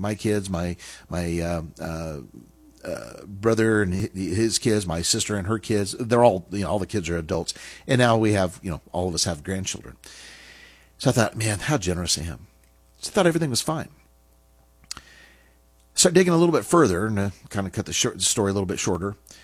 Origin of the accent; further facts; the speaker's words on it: Reno, Nevada, United States; I was raised in Reno. He worked for Bill Lear on the Learjet. I spent my childhood years out in Stead.